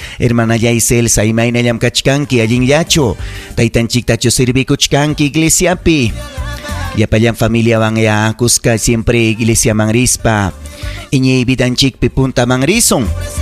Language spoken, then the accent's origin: Spanish; Huancavelica, Peru; now in Huancayo, Peru; Dios les bendiga en gran manera desde Huancayo, por ahora yo soy de Huancavelica.